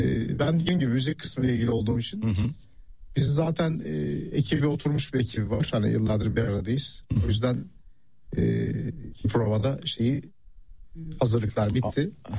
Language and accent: Turkish; Istanbul, Turkey; Ben Taksim'de doğdum. Yani, ilk doğduğum ev, hatta yıllarca orada oturduk.